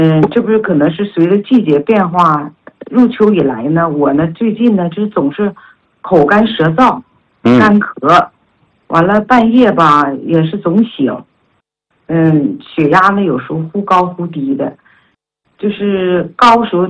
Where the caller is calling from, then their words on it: Harbin, Heilongjiang, China; 我来自于黑龙江省哈尔滨市的一名老学员